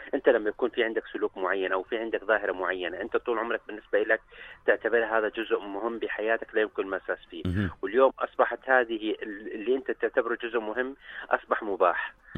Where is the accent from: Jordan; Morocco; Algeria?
Jordan; إحنا كمجتمع أردني